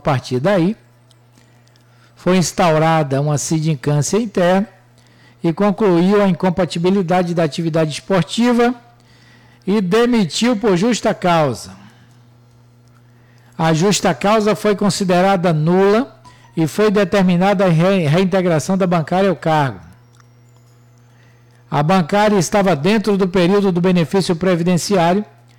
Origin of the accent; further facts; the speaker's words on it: Brazil; Sou brasileiro, amo a seleção brasileira